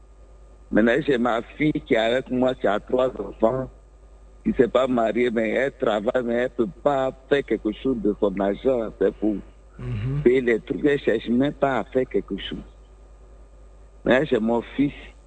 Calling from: Abidjan, Côte d’Ivoire; Moi, j'appelle de Yopougon, zone, à la zone.

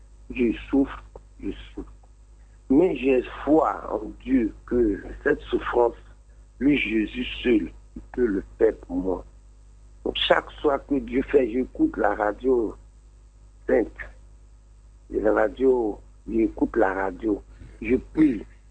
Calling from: Abidjan, Côte d’Ivoire

